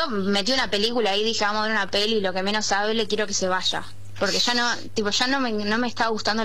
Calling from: Quilmes, Buenos Aires Province, Argentina; yo soy de Quilmes.

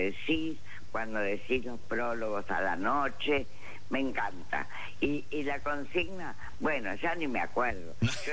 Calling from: San Isidro, Buenos Aires Province, Argentina; de San Isidro.

